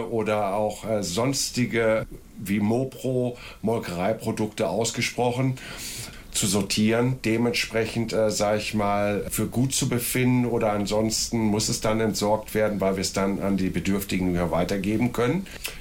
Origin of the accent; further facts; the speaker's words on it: Wilhelmshaven, Lower Saxony, Germany; born there; now in Gütersloh, Germany; Geboren in Wilhelmshaven